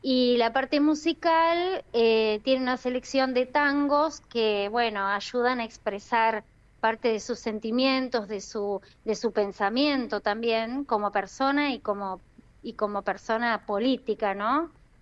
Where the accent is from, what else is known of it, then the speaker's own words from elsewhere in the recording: Balcarce, Buenos Aires Province, Argentina; yo no vivo en Quilmes ni vivo en Capital, yo soy valcarceña, vivo